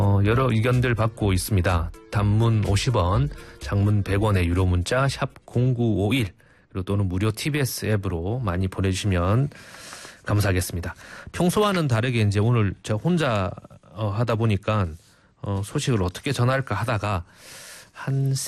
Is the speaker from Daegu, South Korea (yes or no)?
no; Busan, South Korea; 저도 이제 부산에서 나고 자랐지만